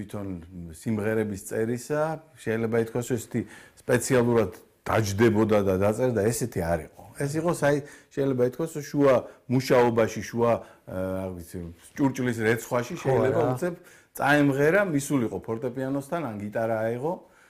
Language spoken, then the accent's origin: Georgian; Tbilisi, Georgia; ჩემი ბავშვობა რაც მახსოვს იმ თბილისში, მაშინდელ თბილისში 64-ში ვარ დაბადებული